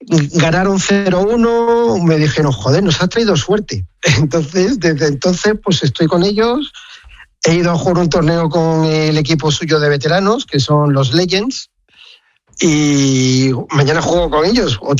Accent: Spain; como español me decían, ostras, dice, este tío tiene que saber un huevo de fútbol

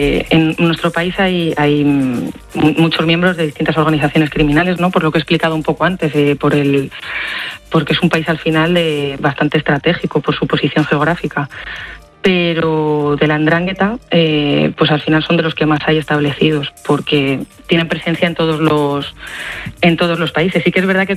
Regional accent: Italy; Spanish is a second language; Y luego también, un poco siendo italiano, España e Italia son países muy similares

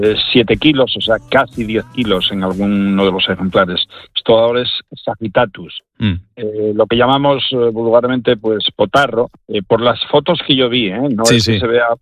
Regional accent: Asturias, Spain; now in western Asturias, Spain; Yo soy del oriente de Asturias

